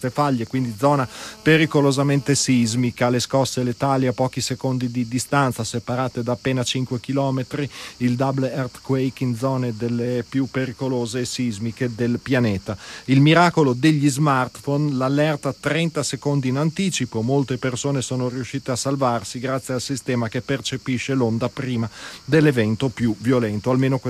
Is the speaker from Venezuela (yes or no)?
yes; Venezuela; È un'altra catastrofe per il mio paese, il cui governo è incapace, ha anche distrutto le infrastrutture. La presidente ad interim Delcy Rodriguez è peggio di Maduro